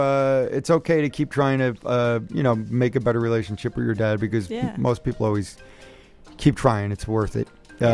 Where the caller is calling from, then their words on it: Newark, New Jersey, United States; Yeah, I'm calling from Green Street in Newark.